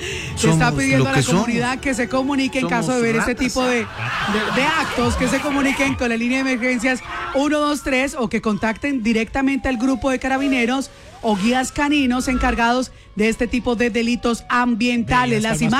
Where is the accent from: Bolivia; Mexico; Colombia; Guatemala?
Colombia; Somos de Colombia.